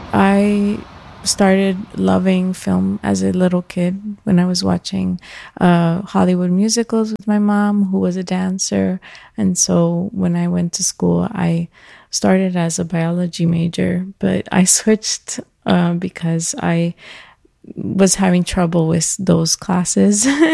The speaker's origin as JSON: {"language": "English", "country": "Puerto Rico", "moved": "as an adult", "lives_now": "Chicago, United States", "said": "I'm from Puerto Rico, but I've been living in Chicago since 2015. My husband, he's a musician and composer here, and he had so much work happening in Chicago, so we just decided to come here."}